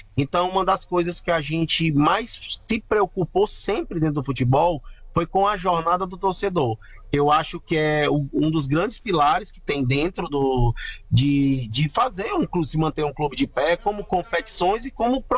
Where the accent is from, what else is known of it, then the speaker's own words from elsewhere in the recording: Brazil; falando como brasileiro